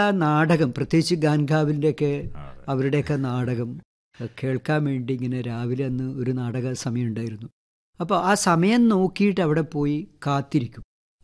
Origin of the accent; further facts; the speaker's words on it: a village in Kannur district, Kerala, India; ഞാൻ ജനിച്ചു വളർന്നത് കണ്ണൂർ ജില്ലയിലെ ഒരു കുഗ്രാമത്തിലാണ്.